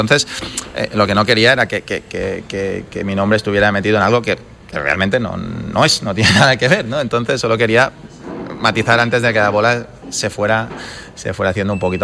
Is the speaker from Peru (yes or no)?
no; Spain; evidentemente el fútbol como buen español pues es una pasión